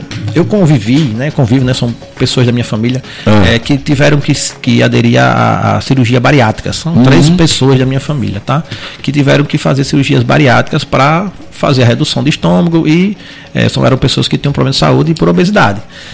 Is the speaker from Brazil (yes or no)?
yes; Natal, Rio Grande do Norte, Brazil; born there; moved away as an adult; now in Pedra Grande, Brazil; sou natalense de nascimento e pedagrandense de coração.